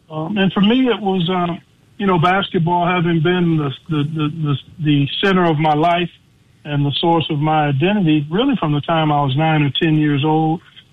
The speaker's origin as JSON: {"language": "English", "town": "Cleveland", "region": "Ohio", "country": "United States", "tie": "born or raised there", "said": "I'm the oldest of five kids. I grew up in Cleveland."}